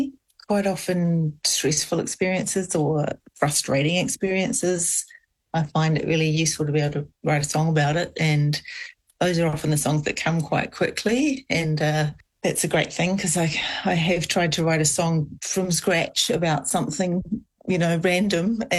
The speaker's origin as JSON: {"language": "English", "town": "Kapiti Coast", "region": "Wellington", "country": "New Zealand", "said": "I'm the songwriter from the Kapiti Coast of New Zealand."}